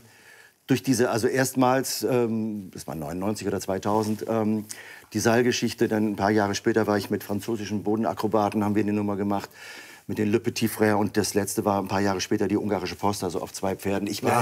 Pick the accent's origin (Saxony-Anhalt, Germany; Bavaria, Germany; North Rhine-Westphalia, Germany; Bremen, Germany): Bremen, Germany; Bremerhaven; Aber ich bin in meiner Heimatstadt in Bremerhaven